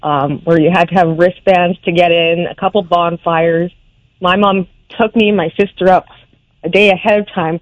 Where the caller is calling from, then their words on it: Clearwater, British Columbia, Canada; So I'm from Clearwater, BC. My grad class is about 53 people.